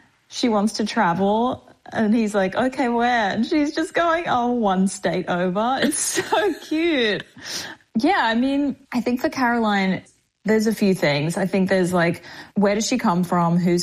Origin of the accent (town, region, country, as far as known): Australia; accent: Australian